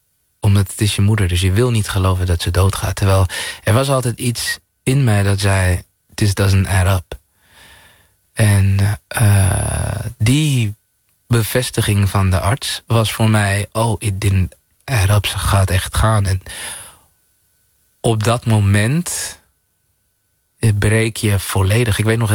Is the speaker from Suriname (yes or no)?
yes; Suriname; En op een hele Surinaamse manier, waarin we eigenlijk als Surinamers vaak denken, ach, het is iets kleins, komt wel goed